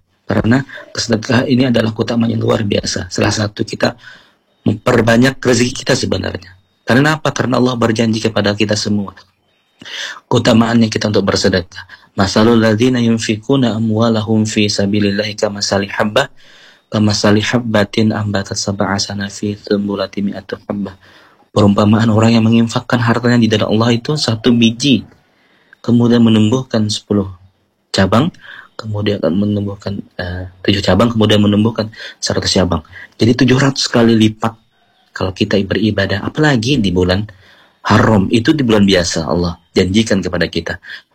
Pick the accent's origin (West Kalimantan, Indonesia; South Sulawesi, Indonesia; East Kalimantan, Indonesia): West Kalimantan, Indonesia; now in Sanggau, Indonesia; kampung halaman saya, Mbak. Kalau halaman saya adalah di Kabupaten Sambas